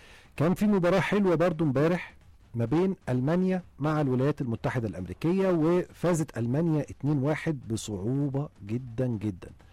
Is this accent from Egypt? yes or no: yes; Egypt; كتير مننا كمصريين